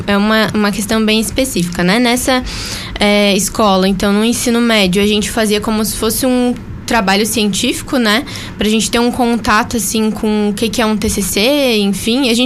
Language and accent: Portuguese; Porto Alegre, Rio Grande do Sul, Brazil; De Porto Alegre, eu sou natural de Porto Alegre.